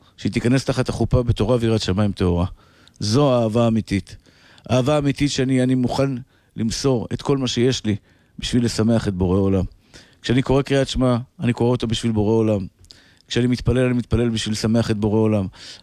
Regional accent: Tel Aviv, Tel Aviv District, Israel; כשהייתי ילד, גרתי בשכונת התקווה.

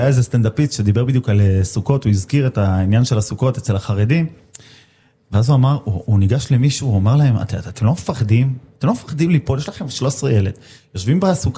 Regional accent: Jerusalem, Jerusalem District, Israel; אני כירושלמי

